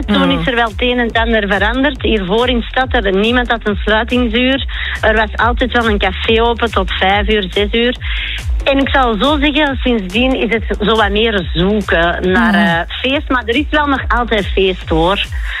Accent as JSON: {"language": "Dutch", "town": "Antwerp", "region": "Flanders", "country": "Belgium", "tie": "born or raised there", "said": "Ik ben geboren in Merksem"}